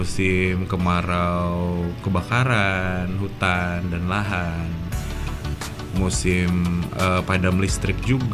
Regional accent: Banjarmasin, South Kalimantan, Indonesia; khususnya kita yang ada di Banjarmasin. Ya, siklus kehidupan kita sebagai warga Banjarmasin ya

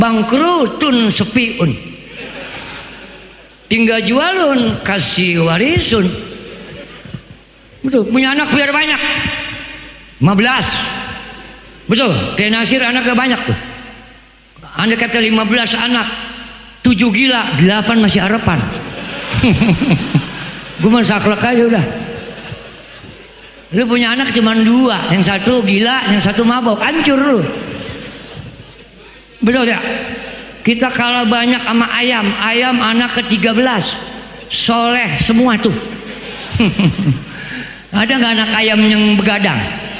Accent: Indonesia; Saya keluarga 15 pak. Saya orang Lemah Abang Betawi pinggir.

